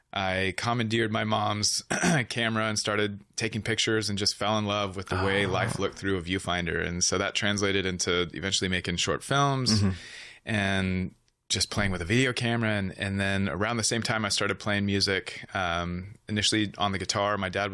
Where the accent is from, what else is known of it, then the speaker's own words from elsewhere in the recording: San Diego, California, United States; And I grew up in San Diego, about half an hour north of the Mexican border.